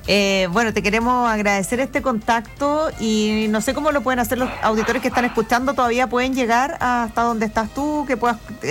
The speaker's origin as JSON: {"language": "Spanish", "town": "Concepción", "region": "Biobío", "country": "Chile", "said": "yo soy de Concepción"}